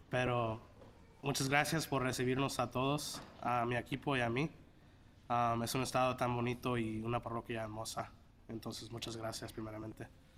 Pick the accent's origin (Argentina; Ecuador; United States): United States; California; moved away as an adult; also born or lived in Phoenix, Arizona; Tengo 26 años y crecí en California del Sur.